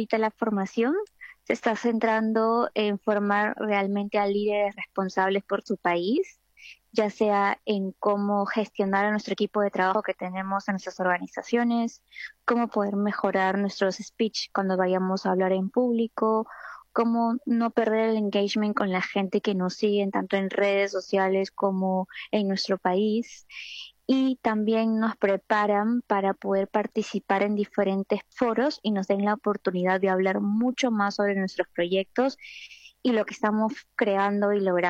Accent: Peru

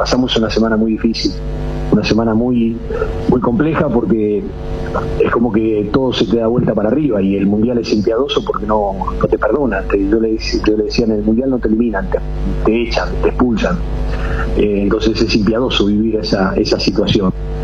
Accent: Argentina; Le digo, miren, yo le voy a decir una cosa como argentino, no como técnico de la selección paraguaya.

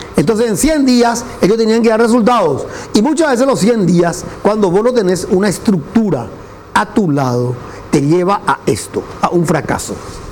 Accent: Paraguay

